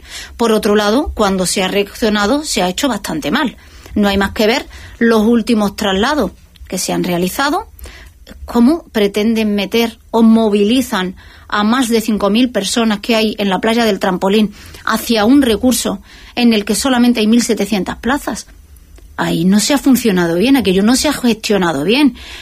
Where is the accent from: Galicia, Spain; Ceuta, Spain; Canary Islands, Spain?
Ceuta, Spain; Los ceutíes, que no hemos tenido vacaciones